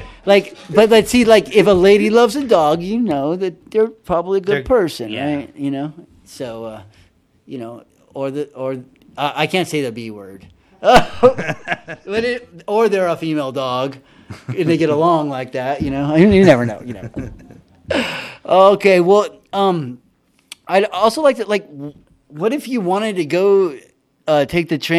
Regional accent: San Felipe, Baja California, Mexico; Yeah, it's a different lifestyle down there. That's for sure. I grew up in San Felipe, Mexico.

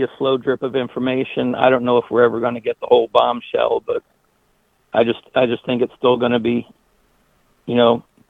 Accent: Washington, District of Columbia, United States; because I grew up in Washington D.C., so you really couldn't see shooting stars and stuff.

